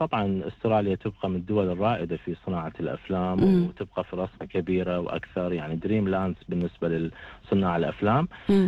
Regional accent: Iraq; طبعا كعراقي حس بهذا الخطر

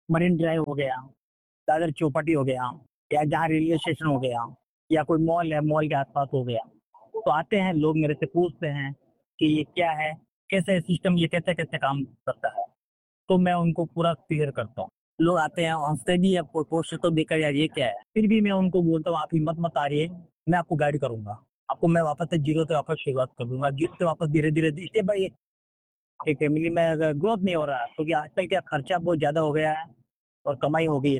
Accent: Rajasthan, India; now in Mumbai, India

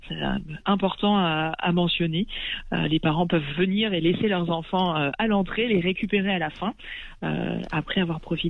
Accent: Lyon, Auvergne-Rhône-Alpes, France; moved away as an adult; now in Australia; je suis originaire de Lyon et donc on repart à Lyon.

